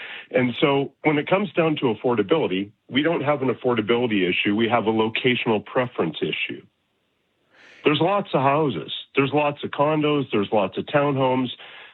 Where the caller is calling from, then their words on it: Calgary, Alberta, Canada; I'm calling from Calgary.